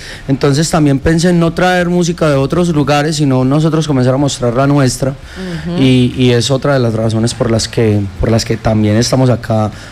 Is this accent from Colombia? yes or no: yes; El Santuario, Antioquia, Colombia; Yo soy del Santuario Antioquia.